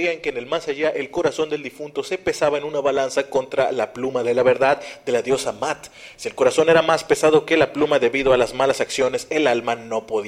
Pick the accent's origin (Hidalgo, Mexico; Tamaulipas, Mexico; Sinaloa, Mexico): Sinaloa, Mexico; No soy francés, soy sinaloense.